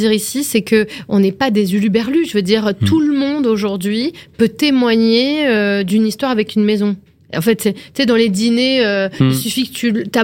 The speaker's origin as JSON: {"language": "French", "town": "Dieppe", "region": "Normandy", "country": "France", "tie": "born there", "said": "je suis née à Dieppe"}